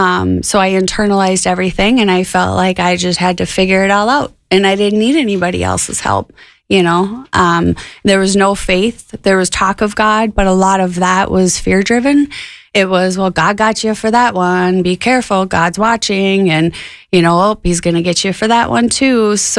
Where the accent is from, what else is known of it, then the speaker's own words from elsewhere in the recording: Minneapolis, Minnesota, United States; Well, I grew up in the Twin Cities of Minneapolis, and I have three siblings.